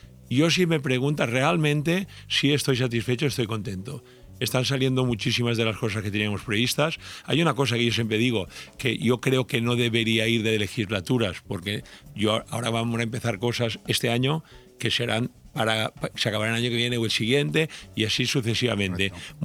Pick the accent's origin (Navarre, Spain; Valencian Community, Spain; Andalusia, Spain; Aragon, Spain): Valencian Community, Spain; Altea; yo nací en Altea, eso no tiene ningún mérito, es una cuestión aleatoria. Pero hay muchas personas que han decidido venir a vivir a Altea, o muchos de los que nacimos en Altea que decidimos quedarnos